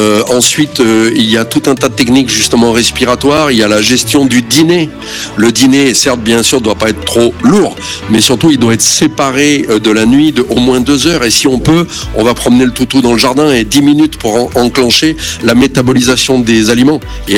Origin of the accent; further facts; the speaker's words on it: Francheville, Auvergne-Rhône-Alpes, France; born there; also born or lived in Lyon; now in Saint-Tropez, France; Le titre était Itinéraire d'un enfant lyonnais à Saint-Tropez.